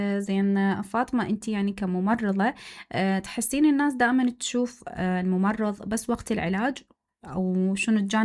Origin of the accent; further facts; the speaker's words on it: Iraq; إحنا يعني كمجتمع كعراقيين